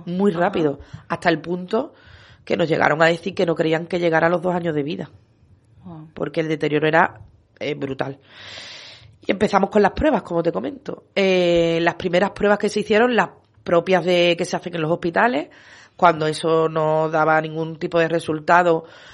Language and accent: Spanish; Seville, Andalusia, Spain; yo digo que es nuestra familia de Menorca y para ello nosotros somos su familia de Sevilla